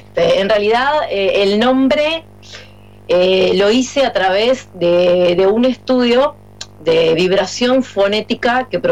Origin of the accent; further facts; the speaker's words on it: Florida, Uruguay; moved away as an adult; now in Piriápolis, Uruguay; Bueno, yo soy oriunda de Florida, pero hace 5 años que estoy viviendo acá en Piriápolis.